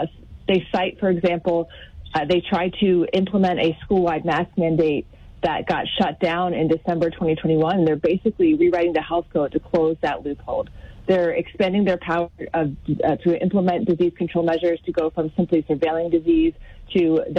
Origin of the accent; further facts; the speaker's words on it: Pennsylvania, United States; I'm from Pennsylvania. I lived through this.